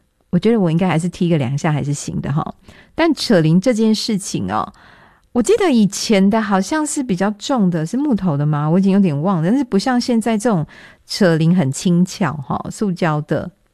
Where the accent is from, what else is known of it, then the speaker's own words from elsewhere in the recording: Taiwan; 国际舞台上很多高手其实是我们台湾人诶。